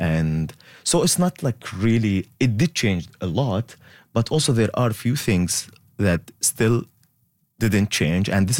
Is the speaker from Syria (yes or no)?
yes; Syria; now in Toronto, Canada; I went to bed that night only as Syrian, and I woke up the next day as a Canadian